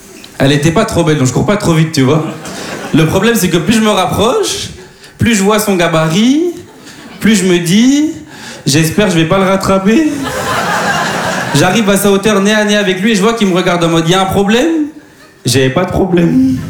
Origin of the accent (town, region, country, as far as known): Bordeaux, Nouvelle-Aquitaine, France; now in Paris, France